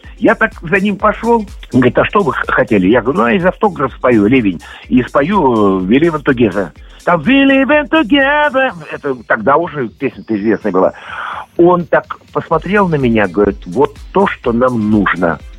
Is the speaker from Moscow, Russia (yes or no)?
yes; Moscow, Russia; Ну, а Тюмен, я сам москвич, а они работали от Тюменской филармонии.